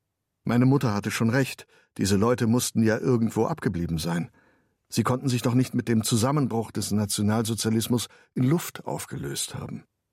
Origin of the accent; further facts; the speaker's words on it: Bonn, North Rhine-Westphalia, Germany; Wenn ich an meine Kindheit in Bonn denke, dann war ich mit meinen Eltern, die im Widerstand gewesen waren, fast ein Einzelfall.